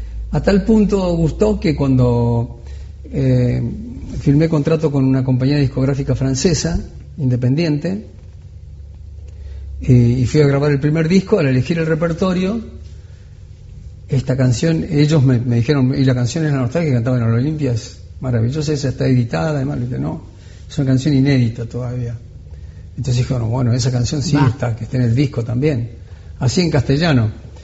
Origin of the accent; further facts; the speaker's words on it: Cruz del Eje, Córdoba, Argentina; moved away; also born or lived in Buenos Aires / Spain; vine a Cruz del Eje para visitar a mis padres, a mi familia.